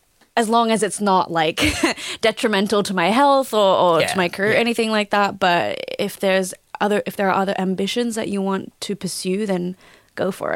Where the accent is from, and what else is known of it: Gold Coast, Queensland, Australia; born or raised there; now in Sydney, Australia